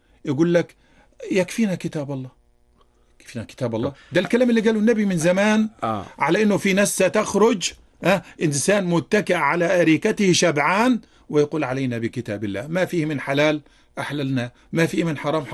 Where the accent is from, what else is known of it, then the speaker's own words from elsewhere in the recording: Egypt; يا سيدي، بلدنا مصر عظمتها، عظمة مصر في أنها تحمي الإسلام وأمة الإسلام